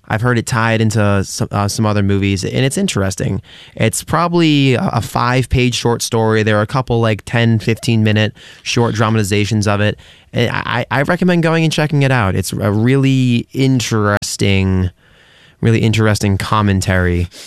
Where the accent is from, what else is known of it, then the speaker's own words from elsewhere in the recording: Westport, Massachusetts, United States; I grew up in Westport, Massachusetts, which is the town directly next to Fall River.